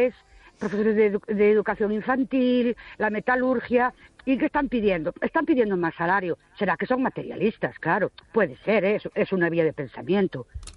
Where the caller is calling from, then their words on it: Ourense, Galicia, Spain; Buenas noches … de Ourense.